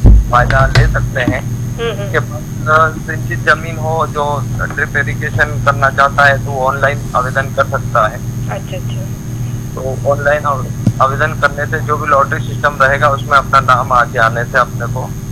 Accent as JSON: {"language": "Hindi", "town": "Jodhpur", "region": "Madhya Pradesh", "country": "India", "said": "मैं ग्राम जोधपुर तहसील Manawar district धारता MP का निवासी हूँ।"}